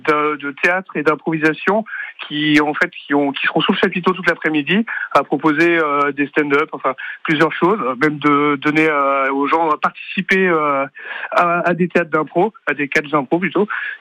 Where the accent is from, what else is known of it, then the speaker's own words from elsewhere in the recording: Quimper, Brittany, France; On est quimperois, on est breton, et ça fait partie de notre identité.